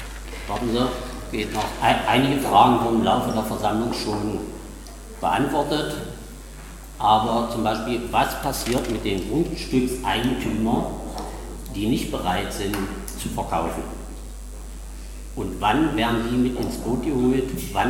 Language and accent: German; Winningen, Germany; ich komme aus Winningen, wohne in der Rathener Straße Nummer 6